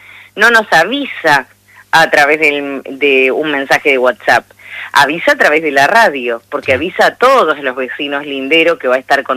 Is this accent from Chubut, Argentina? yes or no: yes; Trelew, Chubut, Argentina; born there; Trelew, Chubut, nací yo, mi sí.